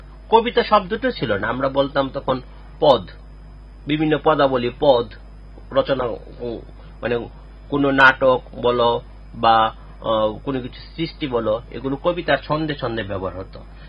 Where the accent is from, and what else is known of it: Bangladesh; first language Bengali